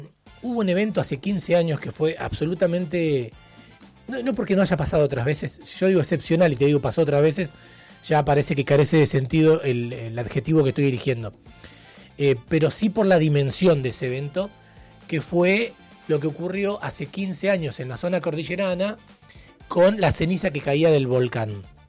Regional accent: Argentina; somos argentinos todos

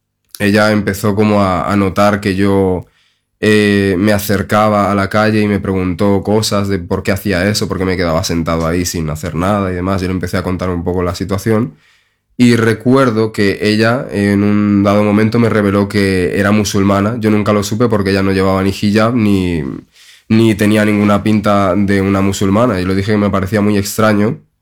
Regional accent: Madrid, Community of Madrid, Spain; born there; also born or lived in Tenerife / Galicia; yo soy un chico español, nací en Tenerife. Y realmente he vivido toda mi vida en Madrid durante 10 años de mi infancia. Y después tuve que mudarme con mi familia a Galicia y después de un tiempo, unos 3 años, volví a Madrid.

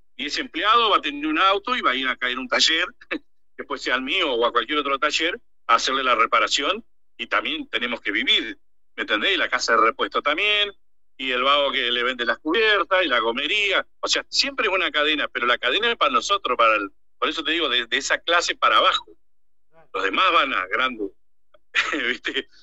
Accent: Argentina; yo soy argentino

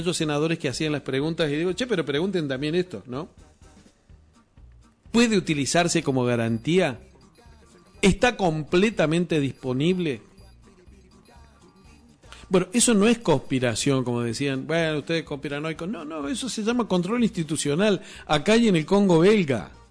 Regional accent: Argentina; estamos en la Argentina

